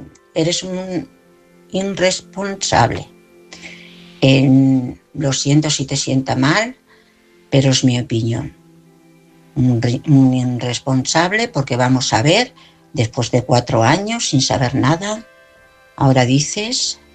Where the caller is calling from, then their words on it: Madrid, Community of Madrid, Spain; Hola, buenas noches. … de Madrid.